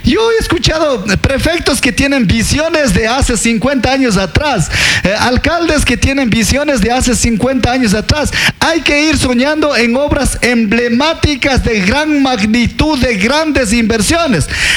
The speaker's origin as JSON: {"language": "Spanish", "region": "Tungurahua", "country": "Ecuador", "said": "Ambato indigenista, que somos los indígenas del área rural, de las parroquias y de las comunidades."}